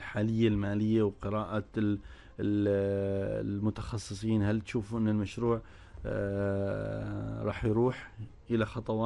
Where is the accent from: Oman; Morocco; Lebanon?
Oman; عندنا في عمان